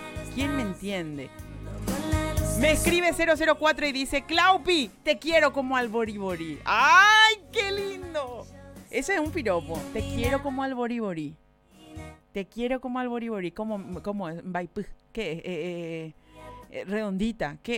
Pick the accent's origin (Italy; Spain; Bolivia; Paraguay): Paraguay; Es mi primer single. Soy paraguayo.